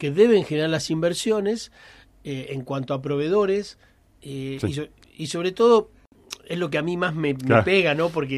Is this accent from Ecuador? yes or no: no; Argentina